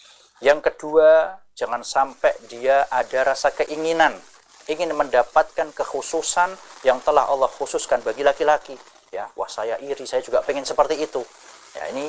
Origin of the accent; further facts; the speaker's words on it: Indonesia; kenapa kok kita dilahirkan jadi orang Indonesia?